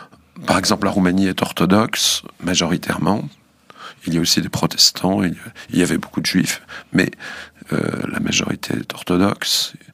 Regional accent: France; en tant que Français, en tant qu'Européen

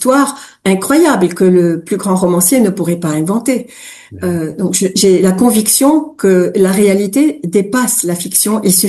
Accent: Lebanon; c'était carrément notre première langue, en même temps que l'arabe. Hein, on dit que les Libanais parlent le franc-banais, un mélange de français et de libanais. Ça se brassait naturellement à la maison.

